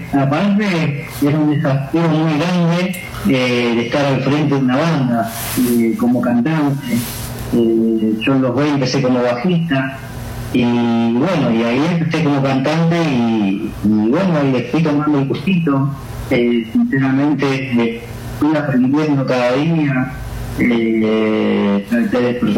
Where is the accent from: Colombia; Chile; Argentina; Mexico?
Argentina; La Matanza, Buenos Aires Province; Nací en La Matanza, de Misterio Castanova.